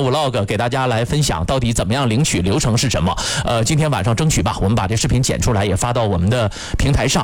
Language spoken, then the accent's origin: Chinese; Yingkou, Liaoning, China; 所以咱家乡营口人，如果你今天中午有时间，咱就去趟鲅鱼圈